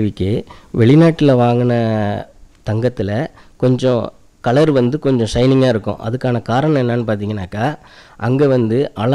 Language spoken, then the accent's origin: Tamil; Thirupattinam, Tamil Nadu, India